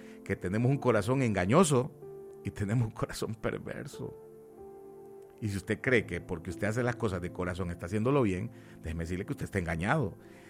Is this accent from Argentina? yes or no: no; Honduras; moved away; nosotros como nación, Honduras, porque soy hondureño, aunque vivo en otro país